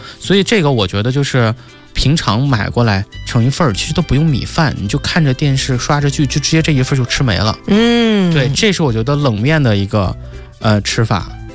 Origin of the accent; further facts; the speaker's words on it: Huludao, Liaoning, China; moved away; 我们老家的，我竟然把我们老家最有名的东西给忘了。这个不是葫芦岛